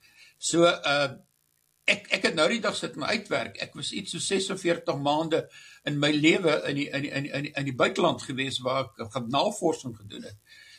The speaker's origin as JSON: {"language": "Afrikaans", "country": "Namibia", "tie": "born or raised there", "also_born_or_lived": "Stellenbosch / Cape Town / Potchefstroom", "moved": "as an adult", "said": "Ek het groot geword in Namibië, soos ek sê. Ek moet net sê, ek het in 1970 gematrikuleer in die hoërskool Jan Moore in Windhoek."}